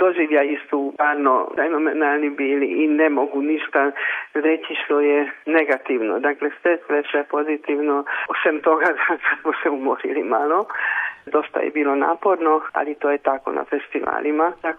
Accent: Hungary; jedino mi smo bili iz Mađarske, dakle nije bila van zemlje nikakva grupa, jedino mi smo bili pozvani

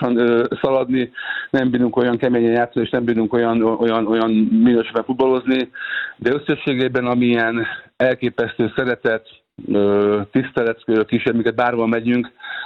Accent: Győr, Győr-Moson-Sopron, Hungary; a szülővárosom 2005-ben megkeresett, és visszaigazoltam Győrbe az csapatához.

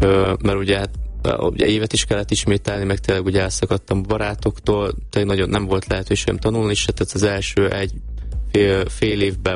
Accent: Nagyváty, Baranya, Hungary; born there; apukám maradt otthon a bátyámmal, ugye Pécs mellett, Nagyvátyon, ugye a szülőfalumba

